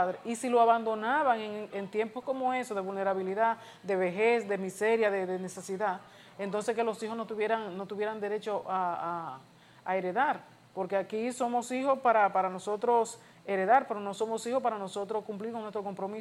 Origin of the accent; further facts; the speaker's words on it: Neiba, Baoruco, Dominican Republic; moved away; yo soy de Neiva, yo soy de Estero de Neiva, de un pueblecito después de Neiva.